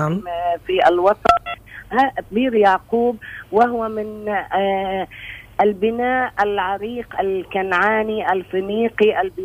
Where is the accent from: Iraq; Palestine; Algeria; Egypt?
Palestine; ونحن بفلسطين